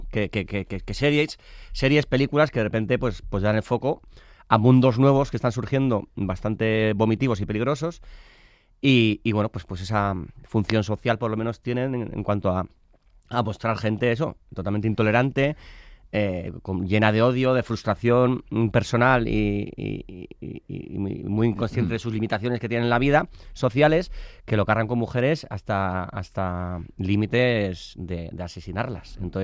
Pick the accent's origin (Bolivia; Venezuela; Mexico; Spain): Spain; Basque Country; Soy vasco, sí, todos los rodajes, ¡ay, qué frío! Pero si eres vasco, si eres del norte, que soy tan vasco como friolero, que conste en acta.